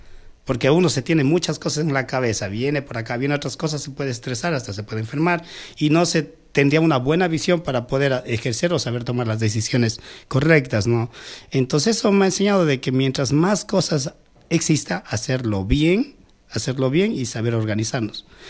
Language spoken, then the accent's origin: Spanish; Sevilla Don Bosco, Morona Santiago, Ecuador; Soy de Sevilla, Don Bosco. ¿Qué le puedo decir? Ya casi con 40 años de vida.